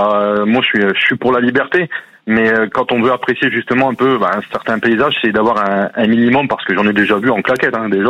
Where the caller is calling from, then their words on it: Saint-Pierre-d'Irube, Nouvelle-Aquitaine, France; moi je vous appelle des Pyrénées-Atlantiques, à côté de Bayonne sur Saint-Pierre-d'Irube